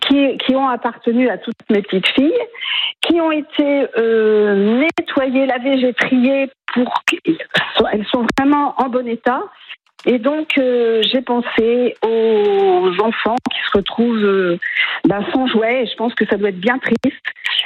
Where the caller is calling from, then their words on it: Gujan-Mestras, Nouvelle-Aquitaine, France; moi j'habite Gujan-Mestras